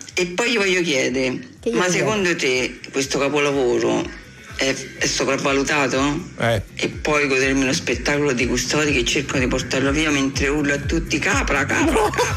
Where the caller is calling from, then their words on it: Padua, Veneto, Italy; da Padova.